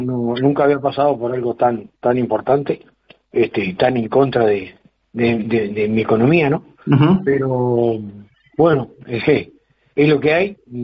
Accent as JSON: {"language": "Spanish", "region": "Colonia", "country": "Uruguay", "said": "Yo soy de Hombre de la Valle, departamento de Colonia, una zona muy agrícola"}